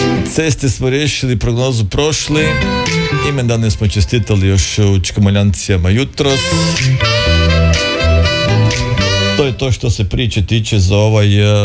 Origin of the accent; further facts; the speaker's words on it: Krapina-Zagorje County, Croatia; vele kod nas u Zagorju zutra i prekzutra